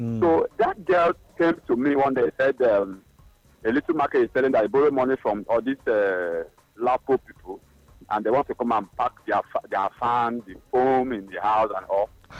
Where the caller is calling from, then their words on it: Lagos, Nigeria; I call from Lagos.